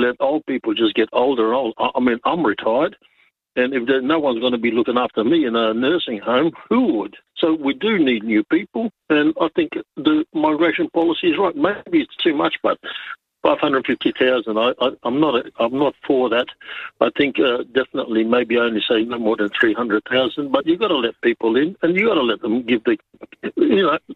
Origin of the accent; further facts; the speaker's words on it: Malta; moved away; I came from Malta in 1967. We were glad to come out here. 10 people came out here on a boat, the Achille Lauro.